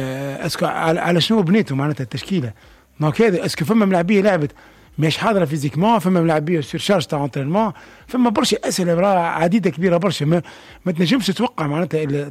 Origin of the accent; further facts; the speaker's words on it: Tunisia; اني لهنا كتونسي ندافع على ستاف التونسي